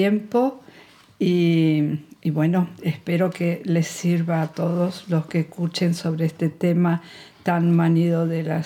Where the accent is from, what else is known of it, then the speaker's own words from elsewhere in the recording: Argentina; moved away as an adult; now in Belgium; yo soy argentina, soy abogada y llegué a Bélgica en el año 2000 con mi marido, que tenía un trabajo en la Comisión Europea.